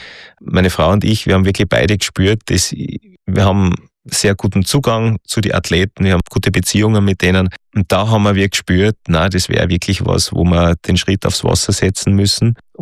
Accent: Austria

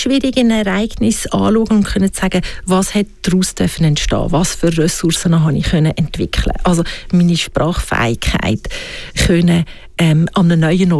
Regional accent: Switzerland; Wir sind ja sehr eine fehlerkultivierte Gesellschaft als Schweizer.

